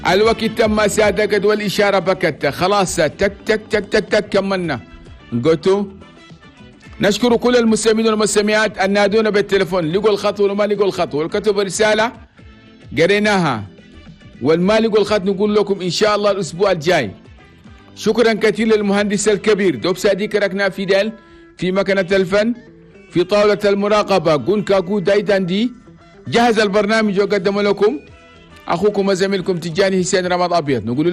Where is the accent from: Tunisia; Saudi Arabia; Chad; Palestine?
Chad; الله يجيب العافيه والسلام والاستقرار في بلدنا تشاد بلد توماي